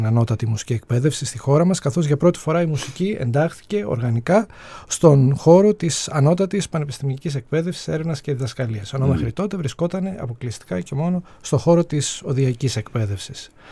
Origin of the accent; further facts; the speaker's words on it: Athens, Attica, Greece; moved away as an adult; τότε που ήρθα από την Αθήνα στη Θεσσαλονίκη, έτσι για πρώτη φορά και καταστάθηκα